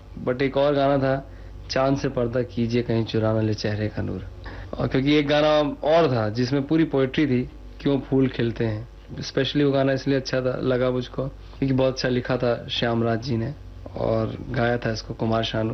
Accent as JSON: {"language": "Hindi", "town": "Jabalpur", "region": "Madhya Pradesh", "country": "India", "tie": "born or raised there", "moved": "yes", "said": "मैं जबलपुर का रहने वाला हूं, और जबलपुर में मैं मॉडल हाई स्कूल में पढ़ता था।"}